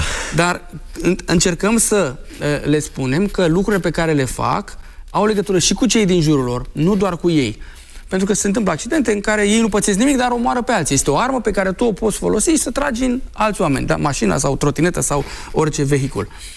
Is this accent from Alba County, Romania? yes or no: no; Bucharest, Romania; moved away as an adult; now in Pitești, Romania; Eu sunt bucureștean de fel, dar m-am transferat la Pitești